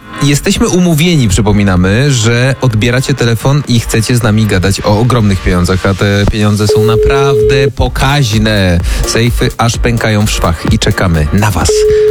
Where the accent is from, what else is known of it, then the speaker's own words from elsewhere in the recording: Kraków, Lesser Poland, Poland; Jesteśmy z Krakowa, potargujemy się odrobinę.